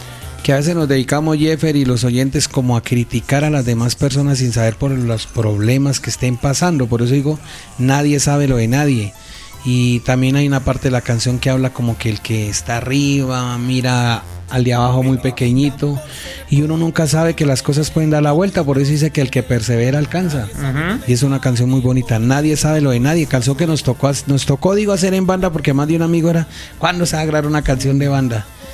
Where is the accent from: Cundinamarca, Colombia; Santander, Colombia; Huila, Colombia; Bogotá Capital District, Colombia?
Cundinamarca, Colombia; mis paisanos de mi pueblo hermoso que quiero y aprecio mucho